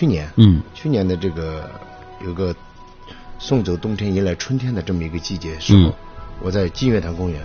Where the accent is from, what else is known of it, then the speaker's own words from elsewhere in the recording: Jilin, China; 像我们吉林人，像我们东北人的这种精神